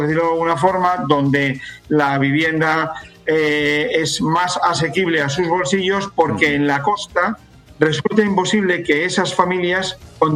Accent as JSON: {"language": "Spanish", "town": "Santander", "region": "Cantabria", "country": "Spain", "tie": "born or raised there", "said": "cuando yo era joven, cuando era pequeño, en Santander llovía todos los días"}